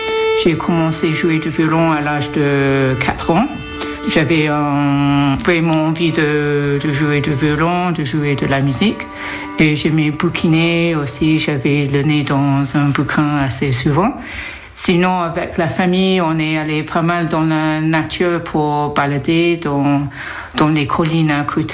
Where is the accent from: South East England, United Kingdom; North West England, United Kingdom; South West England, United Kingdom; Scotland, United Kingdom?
South East England, United Kingdom; Epsom; French is a second language; moved away as an adult; also born or lived in London; now in Clermont-Ferrand, France; Je suis née à Epsom, E-P-S-O-M, c'est une petite ville à côté de Londres, un peu entre Londres et Brighton, dans le sud-est de l'Angleterre.